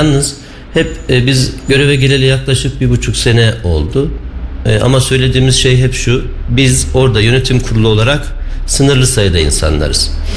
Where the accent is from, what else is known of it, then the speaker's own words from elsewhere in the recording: Kayseri, Turkey; born there; also born or lived in Kırıkkale; 1975 Kırıkkale doğumluyum ama 40 senedir Kayseri'deyim. Kayseri'de yaşıyorum.